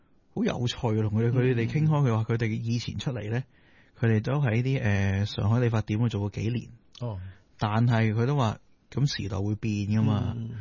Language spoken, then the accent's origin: Cantonese; Hong Kong; 我哋香港人